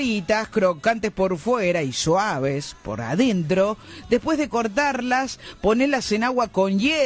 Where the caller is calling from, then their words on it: Benito Juárez, Buenos Aires Province, Argentina; de Benito Juárez, provincia de Buenos Aires.